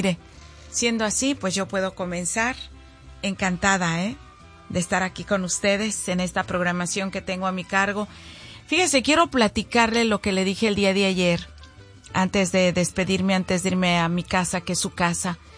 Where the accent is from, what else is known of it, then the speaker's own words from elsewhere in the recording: Mexico; now in United States; Somos mexicanos y mexicanos